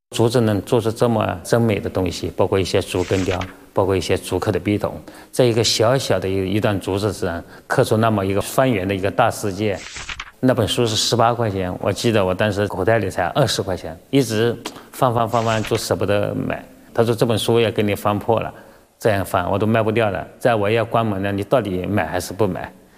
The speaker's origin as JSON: {"language": "Chinese", "region": "Anhui", "country": "China", "tie": "born or raised there", "said": "我的家在红坑村，我的家边上就有牌坊，我小时候基本上都在牌坊边上长大"}